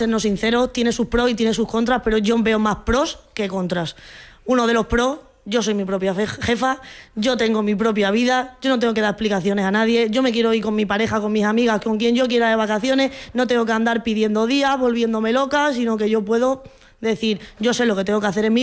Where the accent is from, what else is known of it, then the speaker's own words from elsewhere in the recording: Plasencia, Extremadura, Spain; now in Casa del Castañar, Spain; Yo nací en Plasencia, me crié en Plasencia, pero en pandemia, por cosas del destino, de la vida, como lo quieras llamar, acabé aquí en Casa del Castañar.